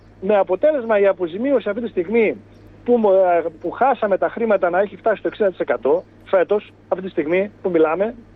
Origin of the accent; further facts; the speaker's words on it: Larissa, Thessaly, Greece; μια και είμαι Λαρισαίος